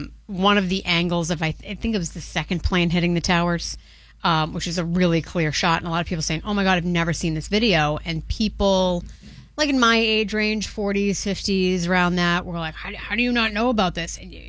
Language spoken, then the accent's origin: English; Swampscott, Massachusetts, United States; my hometown of Swampscott